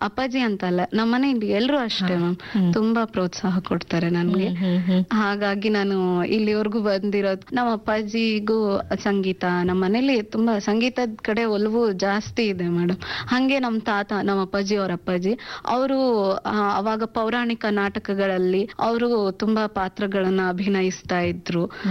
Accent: Karnataka, India; ಅದಾದ್ಮೇಲೆ ನಮ್ಮೂರಿಂದ ಒಂದ್ 2 ಕಿಲೋಮೀಟರ್ ದೂರ ಸಾಸಿವೆಹಳ್ಳಿ ಅಂತ, ಅಲ್ಲಿ ನನ್ನ ಹೈಸ್ಕೂಲ್ ಎಜುಕೇಶನ್ ಅಲ್ಲೇ ಮ್ಯಾಮ್.

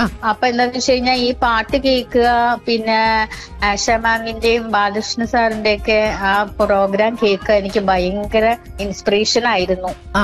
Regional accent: Njarakkal, Kerala, India; now in Alangad, India; എന്റെ സ്വന്തം നാട് വൈപ്പിനാണ്, ഞാറക്കൽ എന്ന് പറഞ്ഞ സ്ഥലമാണ്.

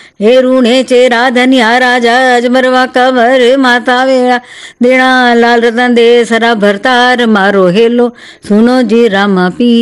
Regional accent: North India, India; तो देखिए, मैं तो नॉर्थ इंडियन हूं

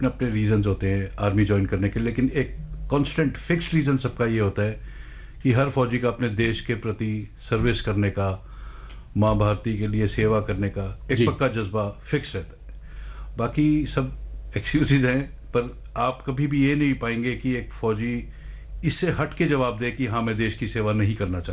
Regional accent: Rohtak, Haryana, India; मैं रोहतक का रहने वाला हूँ

